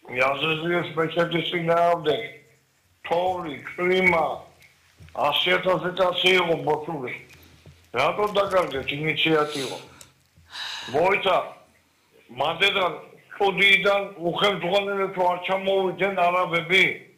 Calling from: Batumi, Adjara, Georgia; მე ბათუმელი ვარ.

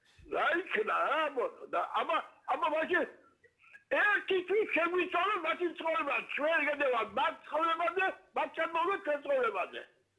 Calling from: Batumi, Adjara, Georgia; ბათუმიდან ვარ.

